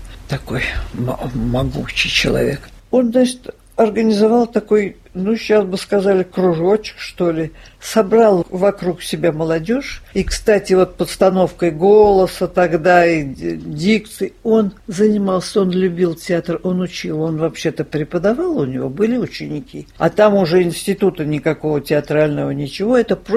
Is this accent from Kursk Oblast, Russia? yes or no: no; Saint Petersburg, Russia; Я родилась там, это очень интересно, потому что я родилась на Загородном, 34.